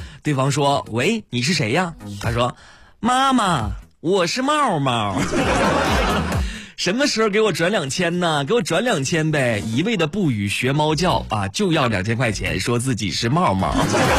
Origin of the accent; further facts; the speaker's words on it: Northeast China, China; 我这个口音应该还是可以的吧，就是如果不明说的话啊，大家能听出来我是东北人吗？啊，我感觉我也没有口音呢。能听出来我是东北人吗？